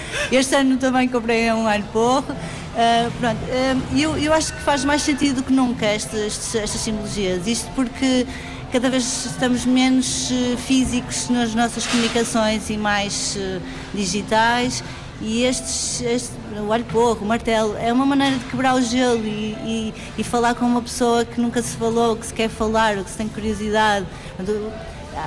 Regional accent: Porto, Norte, Portugal

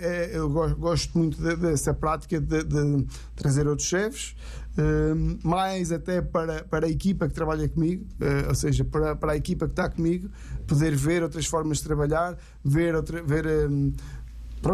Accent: Norte, Portugal; muito de cozinha de Trás-os-Montes, que é de onde eu sou natural.

